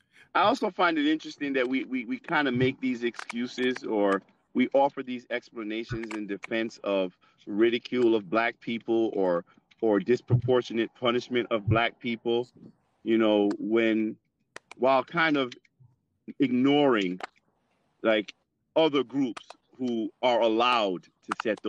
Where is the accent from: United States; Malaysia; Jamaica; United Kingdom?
Jamaica; Even with Jamaican, like I'm Jamaican, right?